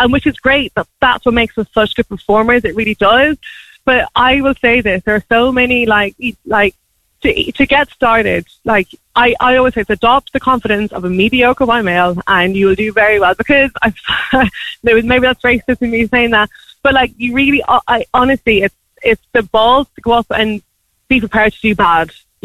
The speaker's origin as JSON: {"language": "English", "town": "Tullamore", "region": "Leinster", "country": "Ireland", "also_born_or_lived": "Bermuda", "said": "I'm from Tullamore myself"}